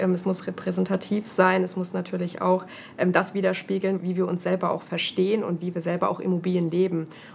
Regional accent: Frankfurt am Main, Hesse, Germany; Ich bin gebürtige Frankfurterin und daher auch tatsächlich hier sehr tief verwurzelt.

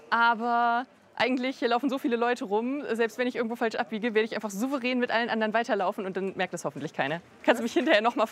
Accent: Baunatal, Hesse, Germany; also ich komme zwar hier aus Baunatal, aus der Gegend

